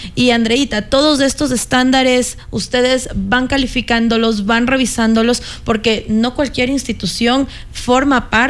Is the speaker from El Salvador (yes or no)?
no; Ecuador; ya estamos en un momento de seguir o de exigirnos como ecuatorianos un poquito más.